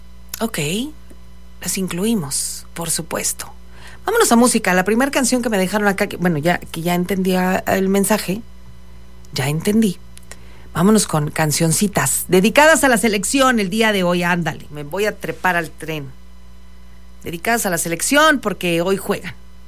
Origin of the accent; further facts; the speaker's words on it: Monclova, Coahuila, Mexico; soy de Monclo, orgullosamente de la capital del acero.